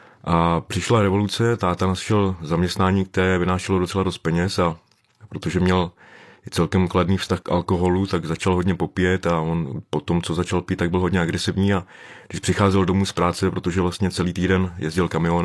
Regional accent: Karlovy Vary, Karlovy Vary Region, Czechia; pocházím z Karlových Varů

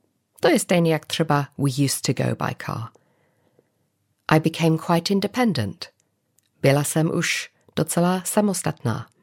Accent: England, United Kingdom; Well, I grew up in Britain, in the south of England.

